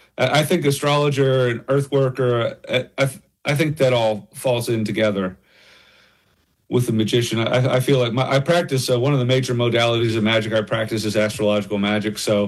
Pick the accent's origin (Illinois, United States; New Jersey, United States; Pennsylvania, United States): Pennsylvania, United States; moved away as an adult; No, I'm originally from Pennsylvania.